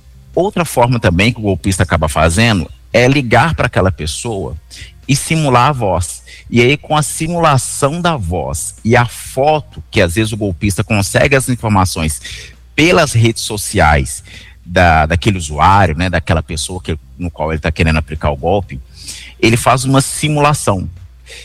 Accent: Belo Horizonte, Minas Gerais, Brazil; accent: mineiro; Eu, por exemplo, sou mineiro, sou de Belo Horizonte, né?

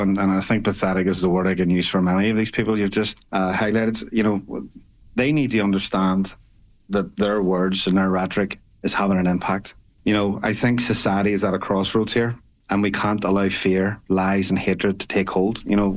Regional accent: Belfast, Northern Ireland, United Kingdom; You know, I grew up in West Belfast, which is a nationalist area. And, you know, I grew up hearing stories of people in my own community who were burned out simply because of their religion.

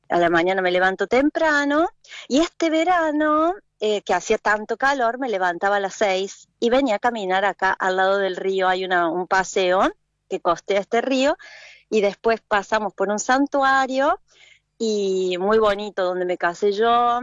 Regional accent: Villa Allende, Córdoba, Argentina; moved away as an adult; now in Bergamo, Italy; Nací en Villa Allende y siempre viví a 2 cuadras de la clínica donde nací

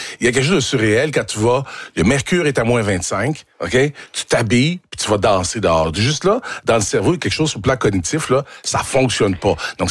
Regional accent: Sainte-Thècle, Quebec, Canada; Moi, j'étais à Sainte-Tech, dans un petit village de 3000 habitants.

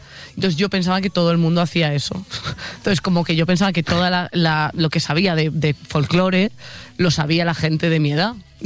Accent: Oleiros, Galicia, Spain; las fiestas de Santa Cruz, que es de mi pueblo

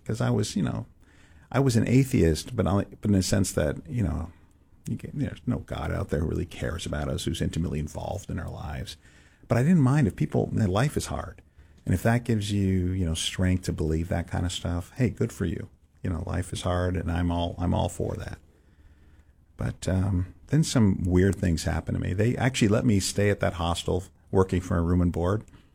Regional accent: San Francisco, California, United States; I'm growing up in San Francisco

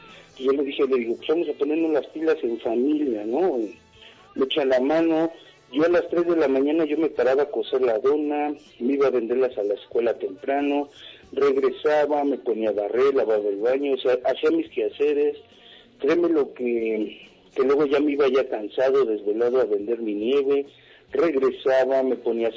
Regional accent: Naucalpan de Juárez, State of Mexico, Mexico; Yo soy de Naucalpan de Juárez.

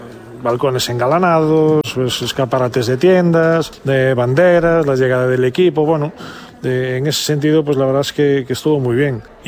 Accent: Santiago de Compostela, Galicia, Spain; pero nací aquí, jugué aquí, soy de aquí... entrené aquí, ¿qué quieres que te diga? Yo soy de Santiago.

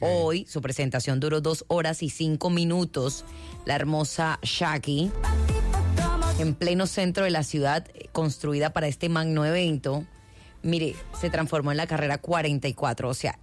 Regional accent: Barranquilla, Atlántico, Colombia

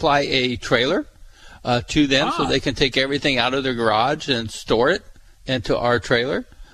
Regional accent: Springfield, Illinois, United States; Grew up on Route 66 on South Dirksen Parkway.

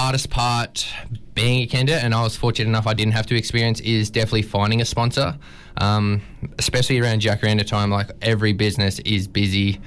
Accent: Grafton, New South Wales, Australia; also born or lived in Kalgoorlie, Western Australia; I think I was about 3 months old, so I've been told. And, yeah, we moved to Grafton through a dust storm from Kalgoorlie

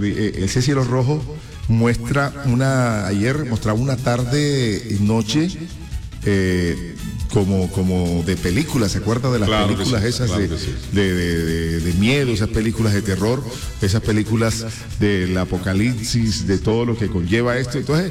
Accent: Colombia; No, yo soy colombiano

